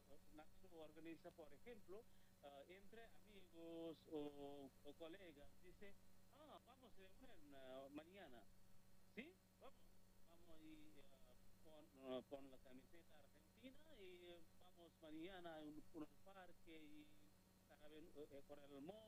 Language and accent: Spanish; Bangladesh; Spanish is a second language; acá sí, en Bangladesh